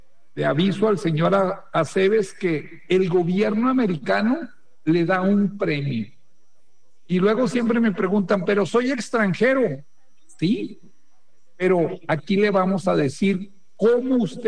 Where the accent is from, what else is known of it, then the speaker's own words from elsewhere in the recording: Torreón, Coahuila, Mexico; born there; Mis ancestros son de esta región, aunque yo nací en Torreón. Mis abuelos por acá vivían en San Nicolás de Ibarra, Jalisco, que por ahí mando un saludo, pegadito al lago de Chapala.